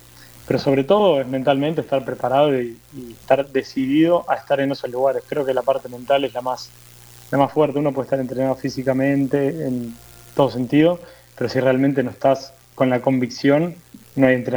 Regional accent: Buenos Aires, Argentina; Somos de la costa. De la costa. De Buenos Aires.

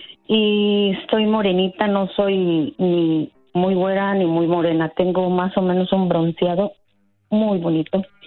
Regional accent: Mexico City, Mexico; DJ, cálmate, yo soy chilanga.

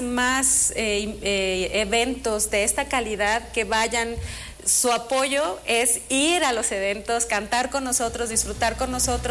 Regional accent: Sinaloa, Mexico; born there; now in Michoacán, Mexico; Yo nací en Sinaloa, pero ya soy muy, muy michoacana. Mi mamá es michoacana, nacida en Tarímbaro, entonces sí, yo amo esta tierra.

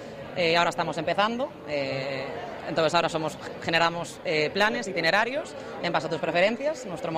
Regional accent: Pontevedra, Galicia, Spain; De aquí, de Pontevedra.

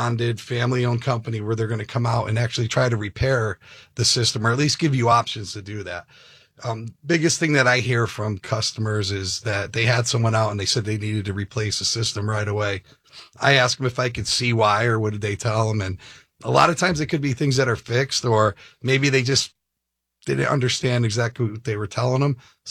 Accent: Connecticut, United States; I'm from Connecticut originally.

